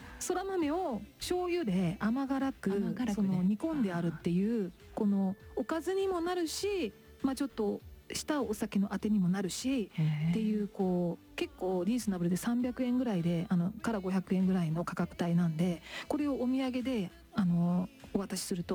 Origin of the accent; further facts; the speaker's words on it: Kagawa, Japan; also born or lived in Hyogo Prefecture; now in Tokyo, Japan; 私はもう生まれが兵庫県で、育ちは香川県、四国の香川県なんですけれども